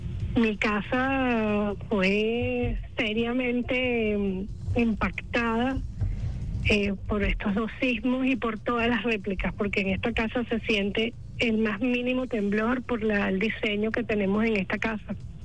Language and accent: Spanish; Venezuela; nos define como venezolanas y venezolanos